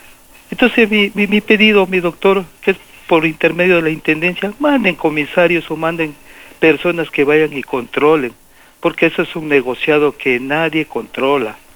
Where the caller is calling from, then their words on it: Loja, Ecuador; Le estoy llamando desde el Cantón Paltas.